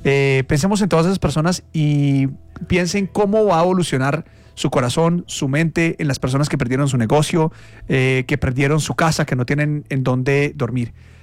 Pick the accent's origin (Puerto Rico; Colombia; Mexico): Colombia; Abracémonos como colombianos